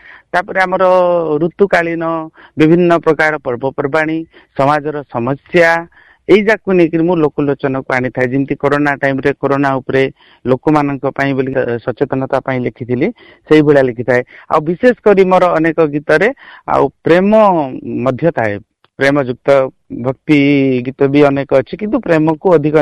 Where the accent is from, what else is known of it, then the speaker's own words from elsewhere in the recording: Odisha, India; accent: Koraputia; କିନ୍ତୁ ଯେତେବେଳେ ଦେଖିଲି ଯେ ଆମର କୋରାପୁଟିଆ ଭାଷା ପ୍ରତି ଅନ୍ୟମାନଙ୍କର ବିମୁଖତା ମୋତେ ଟିକେ ବାଧିଥିଲା